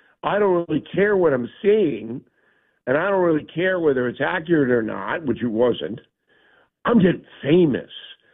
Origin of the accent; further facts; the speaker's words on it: Levittown, New York, United States; my father was born in Brooklyn. I was raised in Levittown.